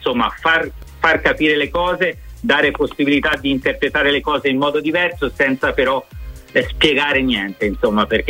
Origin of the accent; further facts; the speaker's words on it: Tuscany, Italy; nel mio caso che sono toscano un babbo